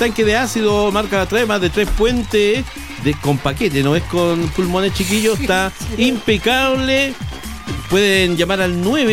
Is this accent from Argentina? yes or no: no; Calama, Antofagasta, Chile; soy parte de Calama.